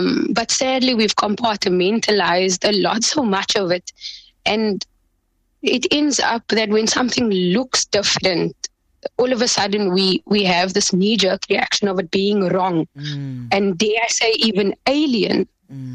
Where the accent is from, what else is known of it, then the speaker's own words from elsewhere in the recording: Cape Town, Western Cape, South Africa; I'm born and bred in Cape Town. So SubhanAllah, in my opinion, I come from a very traditional Islamic home, but I never really felt like I belonged.